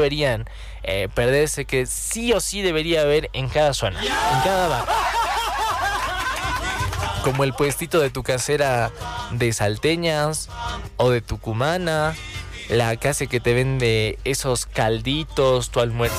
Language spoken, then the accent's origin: Spanish; La Paz, Bolivia; Eso es propio de un paseño. Me animo a decirlo. El que busquemos el regate, el que regateemos, el que querramos bajar los precios.